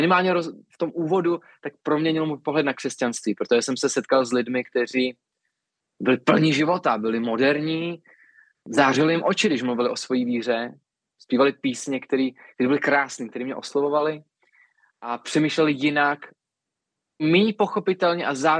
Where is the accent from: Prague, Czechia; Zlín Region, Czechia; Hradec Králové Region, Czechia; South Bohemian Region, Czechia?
South Bohemian Region, Czechia; Strakonice; now in Písek, Czechia; Já pocházím ze Strakonic, z nevěřící rodiny. A Strakonice, to je takové ocelové srdce jižních Čech, dělnické město, rudá bašta